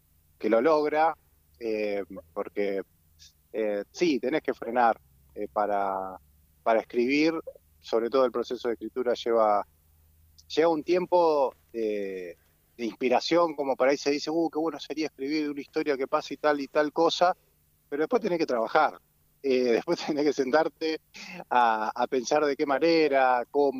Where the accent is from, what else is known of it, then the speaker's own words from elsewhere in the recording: Rosario, Santa Fe, Argentina; born there; now in Mallín Ahogado, Argentina; soy un bicho de ciudad, nací en Rosario, nací en un barrio, bueno, que eran los viejos Fonavi, después me fui a un barrio, digamos, es como mucho cemento y vida citadina.